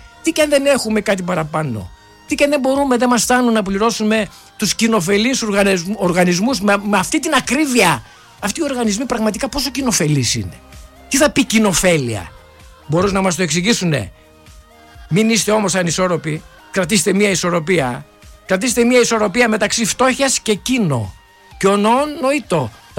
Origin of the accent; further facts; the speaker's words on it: Greece; ως Έλληνες